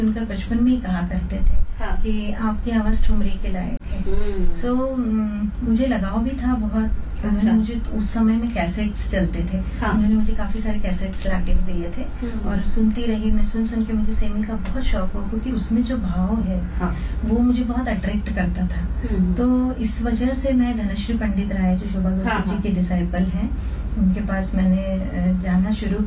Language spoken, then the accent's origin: Hindi; Khandwa, Madhya Pradesh, India; मेरी भूमि खंडवा है जहाँ के … जी हैं, जगत विख्यात जिनका नाम है। तो मुझे अच्छा लगता है कि मैं ऐसी नगरी से हूँ जहाँ से इतने बड़े बड़े आर्टिस्ट निकले हैं।